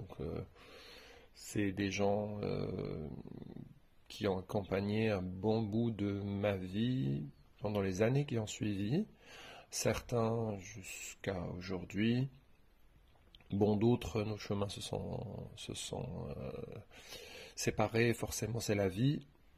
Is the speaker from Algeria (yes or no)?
yes; Algeria; j'ai 40 ans et je vis en Algérie. Je m'identifie comme homosexuel ou gay. J'ai vécu toute ma vie ici.